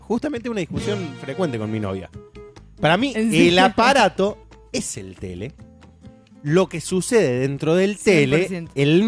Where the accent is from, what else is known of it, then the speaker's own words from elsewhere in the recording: Buenos Aires, Argentina; moved away; como somos tan porteños